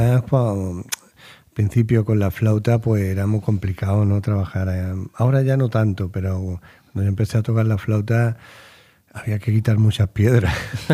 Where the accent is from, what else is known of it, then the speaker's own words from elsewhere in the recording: Jerez, Andalusia, Spain; born there; En Jerez, en Santiago. Pero realmente la calle donde yo nací se llama Tardis.